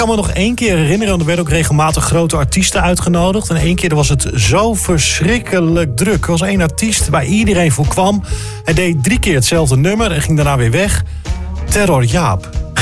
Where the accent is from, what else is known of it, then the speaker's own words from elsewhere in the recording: Roden, Drenthe, Netherlands; Ja, ik ben opgegroeid in Roden.